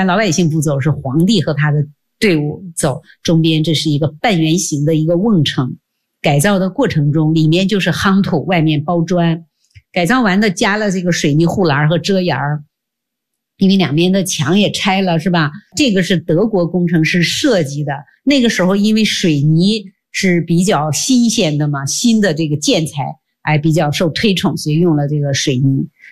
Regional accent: China; 毛主席是我们的开国领袖，是我们中国人民心目中，我觉得这个地位至高无上的英雄

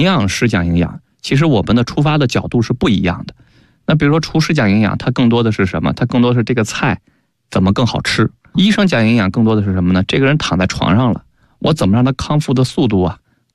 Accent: Beijing, China; accent: Beijing dialect; 咱们北京话说大波轰是吧

